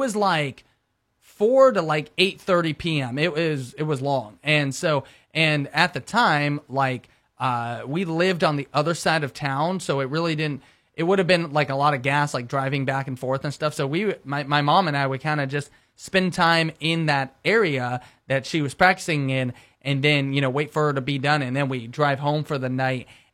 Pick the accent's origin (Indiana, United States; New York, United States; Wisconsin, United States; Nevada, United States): Nevada, United States; Las Vegas; moved away; growing up in Las Vegas, Nevada